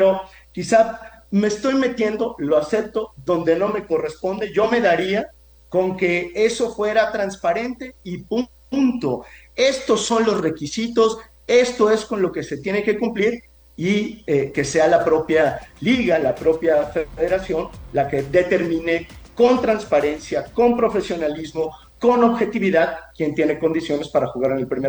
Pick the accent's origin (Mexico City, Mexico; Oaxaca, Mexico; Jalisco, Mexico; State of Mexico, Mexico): Jalisco, Mexico; Guadalajara; yo soy de Guadalajara, simpatizo por supuesto con los Leones Negros, aunque le voy a las Chivas